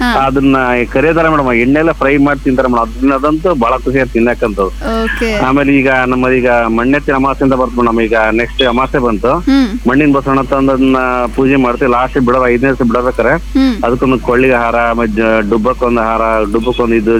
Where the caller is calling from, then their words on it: North Karnataka, India; ನಾವು ಉತ್ತರ ಕರ್ನಾಟಕದವರು